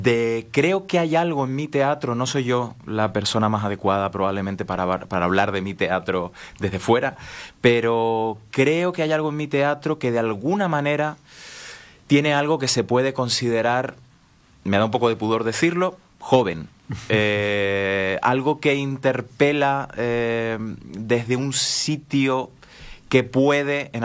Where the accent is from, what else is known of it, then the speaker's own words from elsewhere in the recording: Canary Islands, Spain; born there; Nací en Canarias en el año 76, hace ya unos añitos.